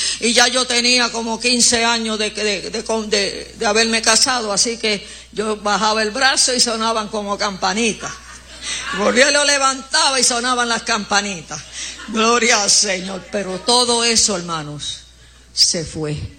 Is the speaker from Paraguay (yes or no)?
no; Puerto Rico; en Puerto Rico, déjeme decirle nuestras costumbres.